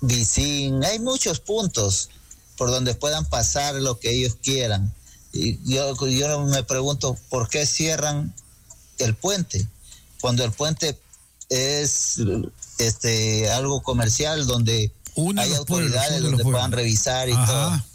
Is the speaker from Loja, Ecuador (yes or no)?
yes; Macará, Loja, Ecuador; Yo soy nativo de Macará